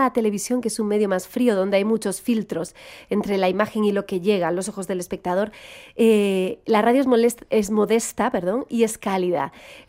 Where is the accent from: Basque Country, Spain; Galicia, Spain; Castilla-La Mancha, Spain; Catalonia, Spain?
Galicia, Spain; accent: Galician; Creo que es un poco gallego, que tengo esas entonaciones cantarinas porque soy gallega